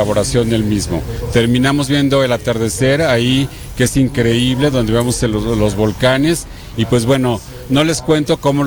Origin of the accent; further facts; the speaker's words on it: Puebla, Mexico; nosotros como poblanos